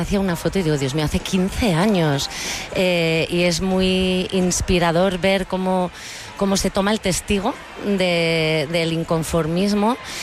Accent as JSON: {"language": "Spanish", "town": "Santander", "region": "Cantabria", "country": "Spain", "lives_now": "Madrid, Spain"}